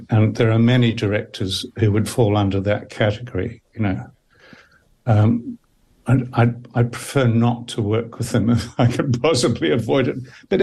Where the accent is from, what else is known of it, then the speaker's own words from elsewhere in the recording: Dunedin, Otago, New Zealand; I grew up in Dunedin, and in Dunedin, you never really imagined that you would have like I did, a career on the screen of one kind or another.